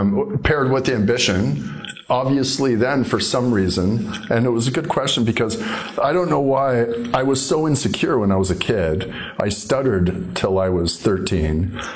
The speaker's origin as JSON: {"language": "English", "town": "Cape Breton", "region": "Nova Scotia", "country": "Canada", "tie": "born there", "said": "But I was born in Cape Breton, and I like to think that I was raised with good values and good character."}